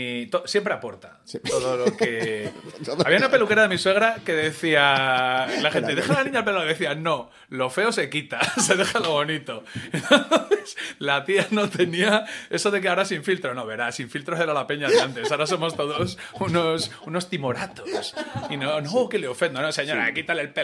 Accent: Vegadeo, Asturias, Spain; está a 30 kilómetros casos de mi pueblo de Asturias, de Vegadeo

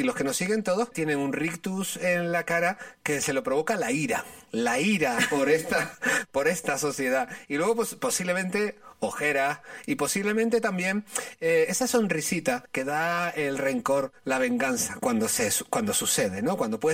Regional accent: Canary Islands, Spain; yo como buen canario, yo tengo en la epidermis ya grabado el sol.

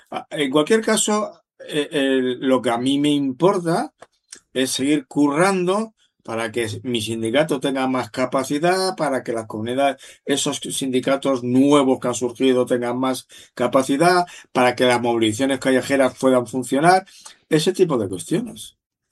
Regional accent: Madrid, Community of Madrid, Spain; yo soy de Madrid

